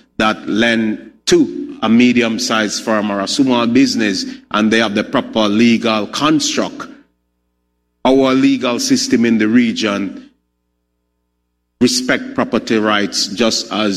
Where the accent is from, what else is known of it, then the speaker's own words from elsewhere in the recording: Jamaica; I'm coming from Jamaica.